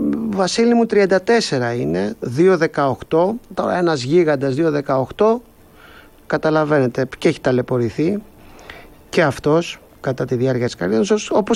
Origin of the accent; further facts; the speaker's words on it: Kefalonia, Ionian Islands, Greece; ο Αθέρας εκεί, το χωριό μου είναι εκεί